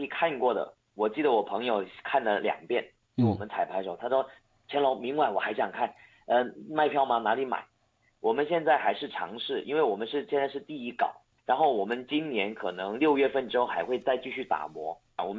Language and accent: Chinese; Meizhou, Guangdong, China; first language Hakka; Chinese is a second language; 我本身就土生土长的客家人